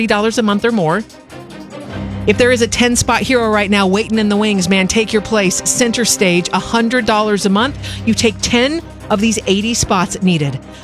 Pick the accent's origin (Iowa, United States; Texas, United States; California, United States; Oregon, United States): Oregon, United States; Clackamas; my hometown of Clackamas, Oregon.